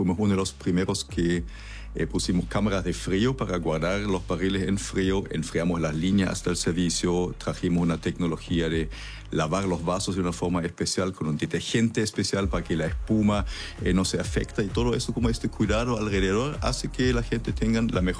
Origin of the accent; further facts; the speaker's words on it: Germany; born there; Spanish is a second language; Yo recién vengo de un viaje a Alemania, mi país natal